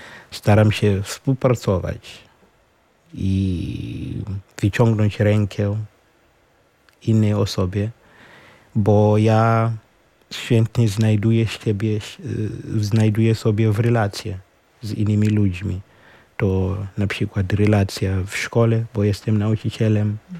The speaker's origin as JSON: {"language": "Ukrainian", "country": "Zimbabwe", "also_born_or_lived": "Ukraine", "second_language": "Ukrainian", "moved": "as an adult", "lives_now": "Warsaw, Poland", "said": "Ну, я сам з Зімбабве. Перший раз в Європі студіював на Україні, а потім їхав до Польщі. В Польщі працюю як навчитель англійського в школі тут на Мокотові"}